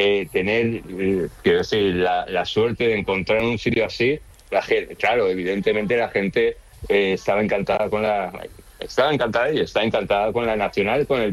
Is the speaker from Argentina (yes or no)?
no; Valencian Community, Spain; Yo pensaba que iba a ser muy sencillo defender aquí la paella, como valenciano que soy.